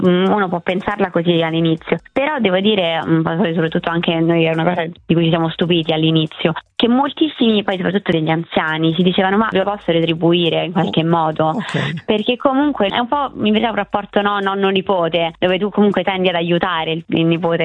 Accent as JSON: {"language": "Italian", "town": "Rome", "region": "Lazio", "country": "Italy", "accent": "Roman", "said": "siamo romani, forse si capisce anche dall'accento"}